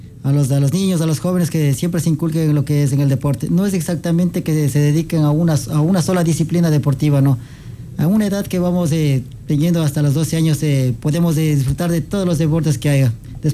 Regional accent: Latacunga, Cotopaxi, Ecuador; Vengo de la ciudad de La Tacunga.

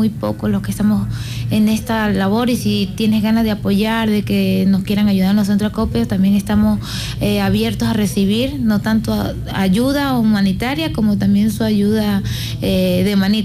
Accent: Venezuela; moved away

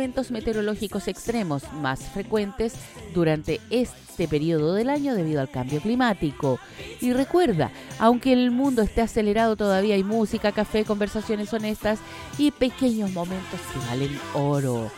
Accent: Chile

